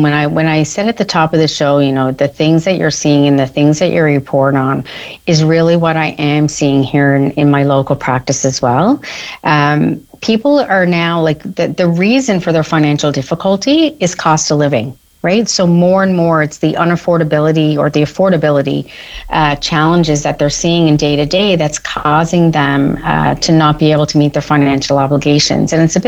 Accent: Newfoundland and Labrador, Canada; as every Newfoundlander and Labradorian knows, we often find ourselves paying even more than other parts of the country. And this is due to covering costs of transporting food here in Newfoundland and Labrador.

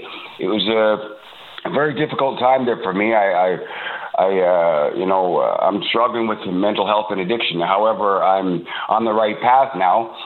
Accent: Toronto, Ontario, Canada; also born or lived in British Columbia; I grew up in Toronto, and I was put in foster care at the age of 6, shuffled to 15 different group homes and foster homes from the age of 6 to 18

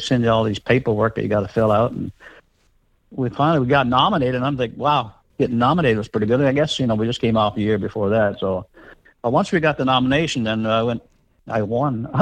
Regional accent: Terra Nova, Newfoundland and Labrador, Canada; out where I was born and raised in Terra Nova, we've always had fire danger out there. There's a lot of woods and stuff like that.

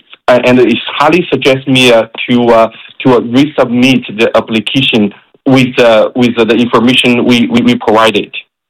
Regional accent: China; now in Canada; I think as a newcomer, I'm originally from China, and I see every step is new to me. I see the system in Canada

